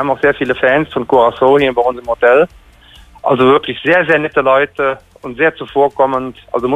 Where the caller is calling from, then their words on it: Bonn, North Rhine-Westphalia, Germany; Als Bonner Junge machst du das.